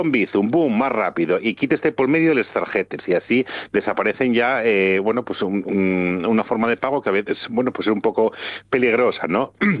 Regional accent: Asturias, Spain; los menos somos los asturianos

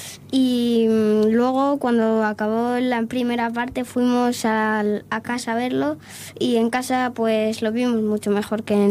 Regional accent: Oviedo, Asturias, Spain; born there; also born or lived in Bilbao

